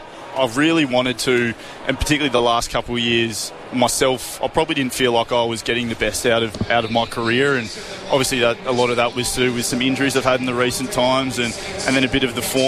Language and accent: English; Perth, Western Australia, Australia; moved away as an adult; I was fortunate enough to stay in Perth and played for the team. I grew up supporting in West Coast, and this off-season was kind of a big change for me, moving to the other side of the country